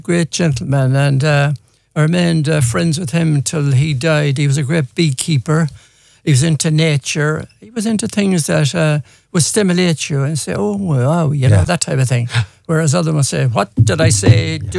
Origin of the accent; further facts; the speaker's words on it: Ballina, Connacht, Ireland; I grew up in Arbuckleroe in Ballina, which is right beside the River Moy